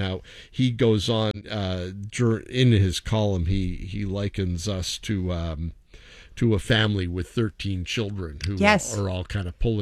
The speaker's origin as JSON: {"language": "English", "country": "Canada", "said": "say, I'm not American. I'm Canadian."}